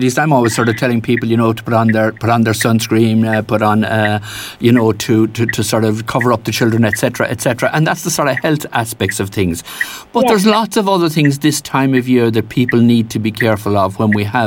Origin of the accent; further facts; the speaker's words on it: Ireland; we're Irish.